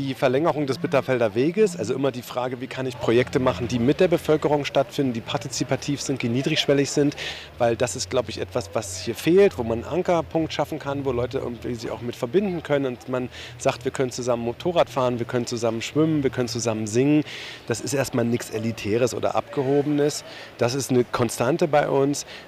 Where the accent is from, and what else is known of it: Magdeburg district, Saxony-Anhalt, Germany; born there